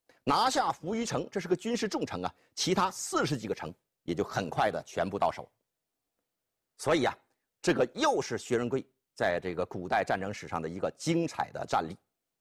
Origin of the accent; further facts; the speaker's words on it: China; 我们中国人呢心目当中